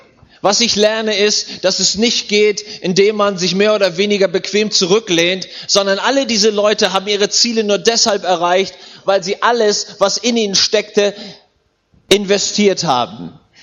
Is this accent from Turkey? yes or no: no; Schleswig-Holstein, Germany; Als Junge in Schleswig-Holstein aufgewachsen